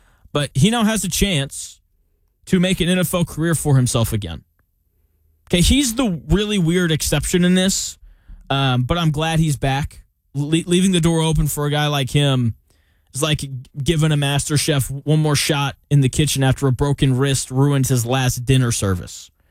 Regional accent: the South, United States; I grew up in the South.

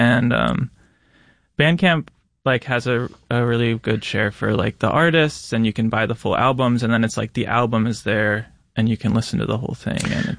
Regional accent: New Jersey, United States; now in Rochester, United States; I'm from New Jersey originally.

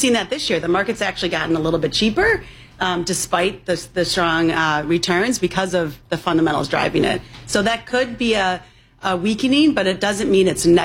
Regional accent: Illinois, United States; I married a North Sider Cubs fan who grew up really close to Wrigley Field, and I grew up on the South Side, went to Mother Macaulay High School.

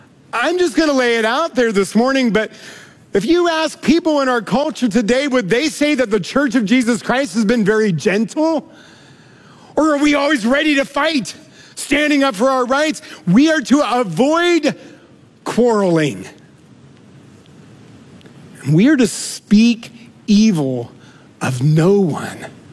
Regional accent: United States; I think as American citizens, we should vote.

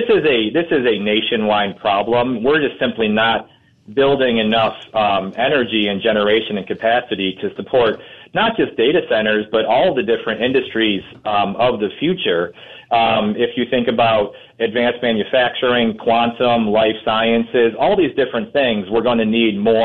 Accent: Chicago, Illinois, United States; accent: Chicago; That may be my Chicago accent

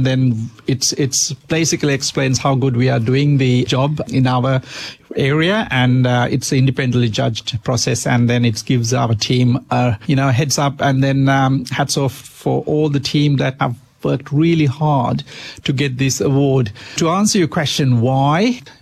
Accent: Sri Lanka; also born or lived in Canada / Middle East / United Kingdom; now in Australia; worked in many countries, including Canada, Middle East, UK, and of course, I'm from Sri Lanka, so we're back in Sri Lanka.

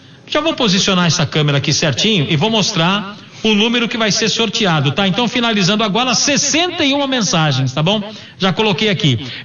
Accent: Brazil

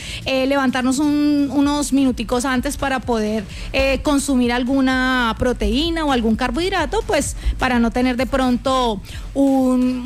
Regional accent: Llanos, Colombia; todos nosotros somos llaneros

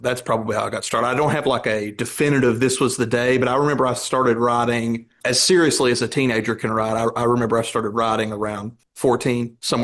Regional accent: Kentucky, United States; I'm from Kentucky, District 5. It's the congressional district. I think it is the poorest congressional district in the United States, metrically speaking.

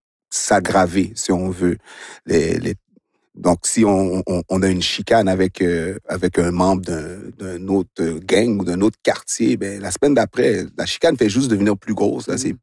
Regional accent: Montreal, Quebec, Canada; born or raised there

